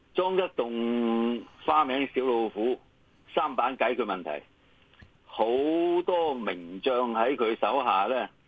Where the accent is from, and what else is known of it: Hong Kong